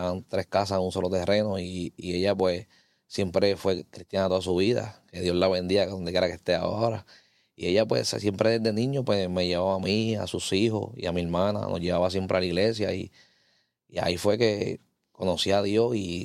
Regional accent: Fajardo, Puerto Rico; born there; Yo nací en el pueblo de Fajardo. Fui un niño que me crié en el Evangelio, en la Iglesia de Dios Incorporada.

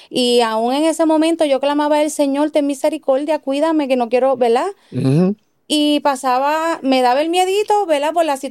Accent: Puerto Rico; moved away as an adult; also born or lived in Maryland, United States; Yo tenía, pienso que 25 años, 23 años. Y ahí es cuando, pues, salimos de Puerto Rico. Ahí nos vamos al estado de Maryland.

